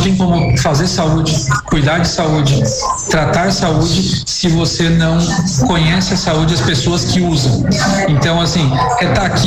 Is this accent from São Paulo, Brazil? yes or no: no; Armazém, Santa Catarina, Brazil; also born or lived in Tubarão / Florianópolis; Então, eu sou de Armazém, né?